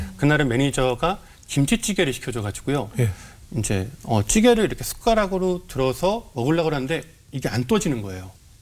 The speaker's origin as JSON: {"language": "Korean", "town": "Chuncheon", "region": "Gangwon", "country": "South Korea", "tie": "born or raised there", "moved": "yes", "said": "춘천 고향집에 잠깐 들어왔습니다."}